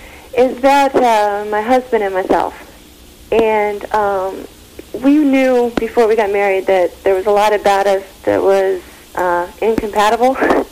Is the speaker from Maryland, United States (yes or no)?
yes; Maryland, United States; I'm from Maryland.